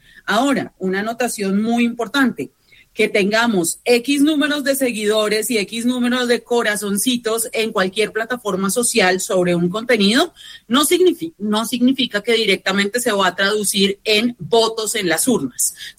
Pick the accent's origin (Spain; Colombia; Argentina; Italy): Colombia; somos los colombianos